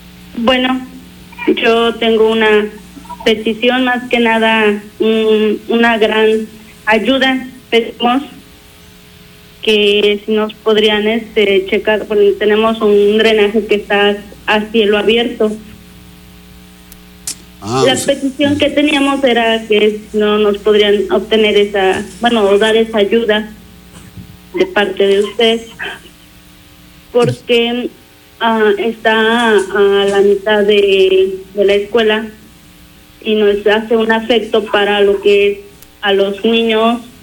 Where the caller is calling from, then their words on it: Ayotoxco de Guerrero, Puebla, Mexico; Hablo de la comunidad de Buenavista, el municipio de Ayotosco, de Guerrero, Puebla.